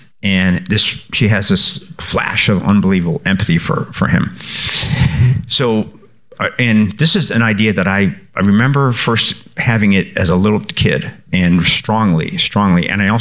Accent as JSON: {"language": "English", "town": "Chicago", "region": "Illinois", "country": "United States", "tie": "born or raised there", "said": "I grew up in Chicago on the South Side, and there was a very, very male-centered time."}